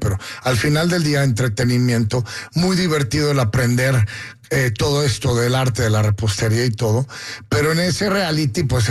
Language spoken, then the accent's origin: Spanish; Mexico; Siempre contento de estar en México. Yo nací en México, soy mexicano